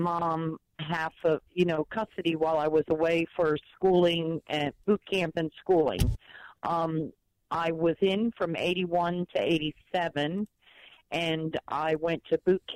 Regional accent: New Jersey, United States; now in Western Kentucky, United States; I'm from New Jersey, but I live in Kentucky.

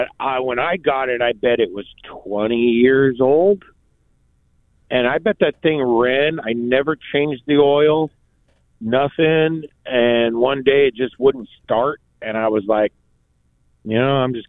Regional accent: Oregon, United States; also born or lived in Southern California; my beaches experience are Southern California beaches, right? That was my first experience. And then moving to Oregon, I grew up on the Oregon coast.

